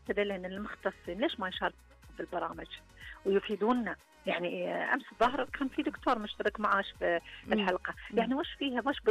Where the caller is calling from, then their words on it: Saudi Arabia; عندنا في السعوديه